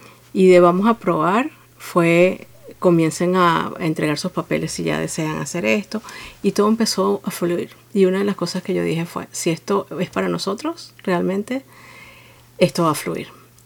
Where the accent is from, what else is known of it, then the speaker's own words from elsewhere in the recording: Venezuela; moved away as an adult; now in Australia; Bueno, yo nací, me crié en Venezuela, al norte de Sudamérica. Y me vine a Australia en el 2008. Ya este año van a ser 18 años